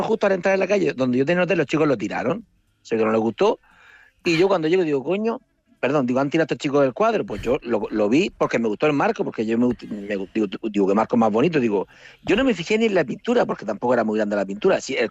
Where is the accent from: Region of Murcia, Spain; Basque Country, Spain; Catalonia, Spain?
Region of Murcia, Spain; Murcia; Digo, mire … soy de Murcia y tal.